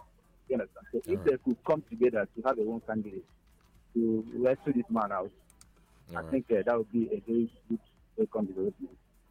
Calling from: Enugu, Enugu State, Nigeria; I'm calling from Abuja Road, Enugu.

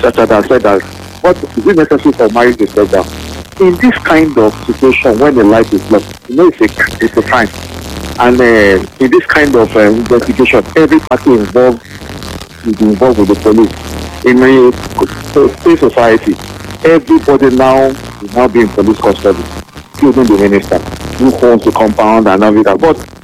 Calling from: Nigeria; I'm calling from Okola.

